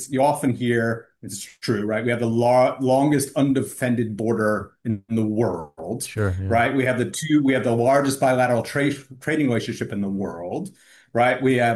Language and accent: English; United States; now in Canada; So let me just say, as I mentioned, I'm an American, and I've only been here for 2 years. Although I did live here about 20 years ago. I lived in Montreal